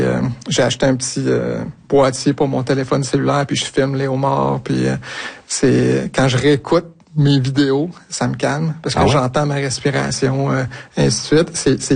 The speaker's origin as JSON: {"language": "French", "town": "Sept-Îles", "region": "Quebec", "country": "Canada", "tie": "born there", "said": "Je suis né à Sept-Îles, c'est presque gênant de le dire"}